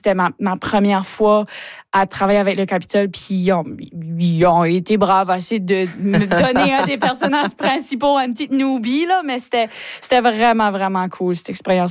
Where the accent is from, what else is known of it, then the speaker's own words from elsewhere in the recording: Chéticamp, Nova Scotia, Canada; Ouais, j'ai grandi à Chéticamp, comme t'as mentionné, tu sais, fait que j'ai grandi en faisant partie de la troupe du Conseil des arts de Chéticamp.